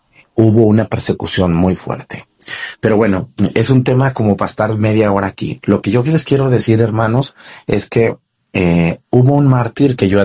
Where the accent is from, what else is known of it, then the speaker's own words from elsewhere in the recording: Mexticacán, Jalisco, Mexico; siento un deber muy hermoso de construir una recreación de lo que fue el paso de San Román Adame por mi pueblo Mesticacán.